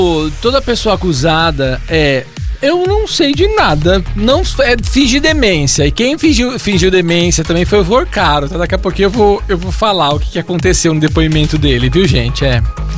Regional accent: São Paulo, Brazil; born there; Eu não estou em São Paulo, tá, Zé Pereira? Não estou na capital, estou no estado. E não sou paulistano, viu, Zé Pereira? Sou paulista, viu? Eu não nasci na capital, eu nasci no estado de São Paulo, viu?

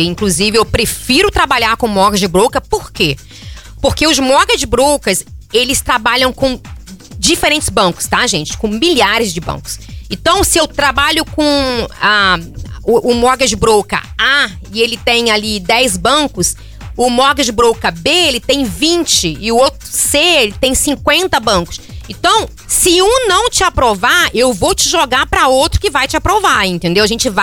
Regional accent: Rio de Janeiro, Brazil; Sou carioca, viu?

